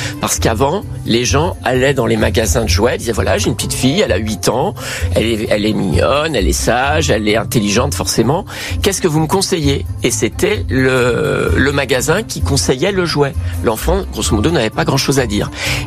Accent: Lyon, Auvergne-Rhône-Alpes, France; comme moi je suis lyonnais, j'aime bien dire que Barbie, quelque part, est un peu lyonnaise.

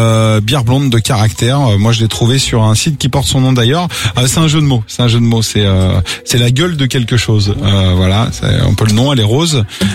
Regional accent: Cholet, Pays de la Loire, France; Cholet, c'est ma ville, ça, je suis né là-bas.

